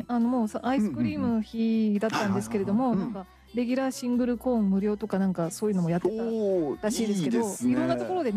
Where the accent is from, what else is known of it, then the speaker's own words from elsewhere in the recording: Kagawa, Japan; 実は私、あの地元の香川県にいる頃にですね、サーティワンで、バイトしてたことがあるんですけど